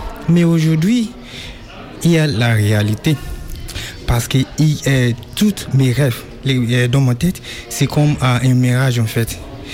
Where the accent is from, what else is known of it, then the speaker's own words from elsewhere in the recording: Nigeria; French is a second language; moved away as an adult; now in Amiens, France; je viens du Nigeria, je suis arrivé en France depuis le 19 décembre 2022.